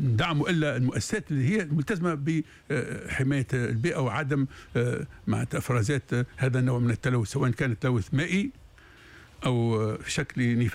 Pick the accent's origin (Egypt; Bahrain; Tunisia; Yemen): Tunisia; احنا عندنا في تونس